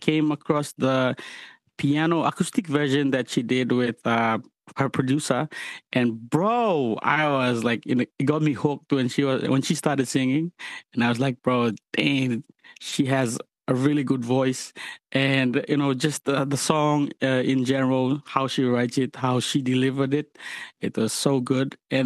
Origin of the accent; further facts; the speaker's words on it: Fiji; born there; moved away; I grew up in Fiji.